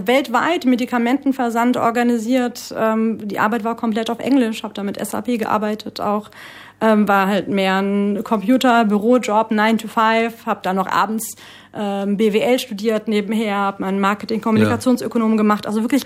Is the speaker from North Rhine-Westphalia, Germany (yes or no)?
no; Kelkheim, Hesse, Germany; born there; also born or lived in Frankfurt; Ich war damals in Kelkheim auf einer Schule.